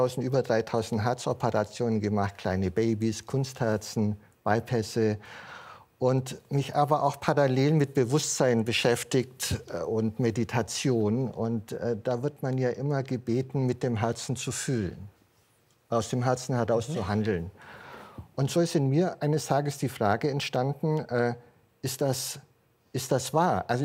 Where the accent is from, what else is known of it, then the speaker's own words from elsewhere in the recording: Southern Germany, Germany; Ich stamme aus Süddeutschland